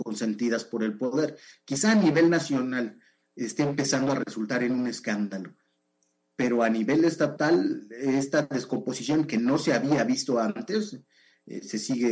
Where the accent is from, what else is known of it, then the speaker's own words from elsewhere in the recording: Iztapalapa, Mexico City, Mexico; born there; desacreditándome porque nací en Iztapalapa. Entonces decían que no soy suficientemente oaxaqueño